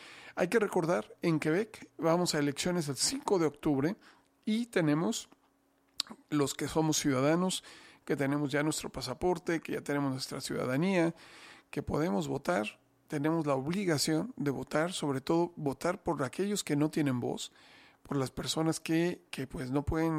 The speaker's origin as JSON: {"language": "Spanish", "country": "Mexico", "said": "como mexicano de origen"}